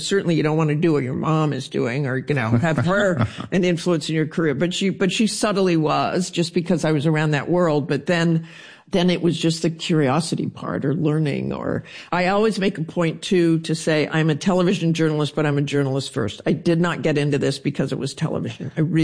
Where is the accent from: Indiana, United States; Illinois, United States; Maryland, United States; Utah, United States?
Utah, United States; Salt Lake City; born or raised there